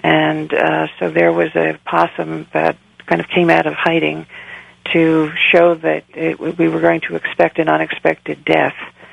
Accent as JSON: {"language": "English", "town": "New York City", "region": "New York", "country": "United States", "moved": "yes", "lives_now": "Long Island, United States", "said": "I'm located on Long Island, and I come from Brooklyn."}